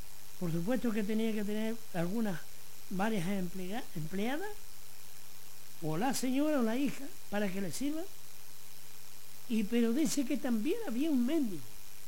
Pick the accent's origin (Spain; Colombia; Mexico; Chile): Chile; como decimos nosotros como chilenos